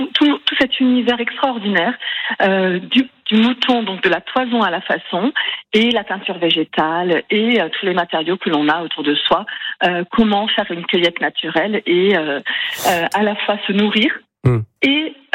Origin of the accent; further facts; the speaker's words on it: Ecuador; now in France; j'ai vécu mon enfance en Amérique du Sud, en Équateur, le pays de la Pachamama, et dans une grande ferme avec moutons, alpagas.